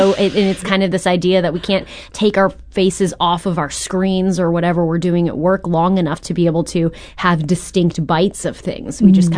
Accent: St. Louis, Missouri, United States; I grew up in St. Louis and St. Charles County

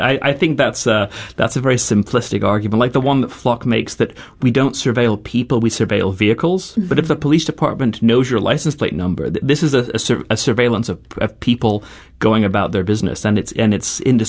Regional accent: England, United Kingdom; born there; I was born in Europe, in England, and while Americans are very fond of talking about their privacy

